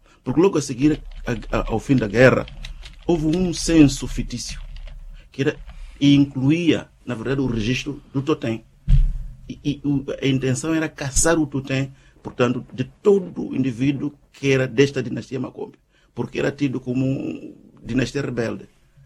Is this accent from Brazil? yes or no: no; Mozambique; eu faço referência à região centro de Moçambique, de onde eu venho, a saudação totémica é daquelas muito agradáveis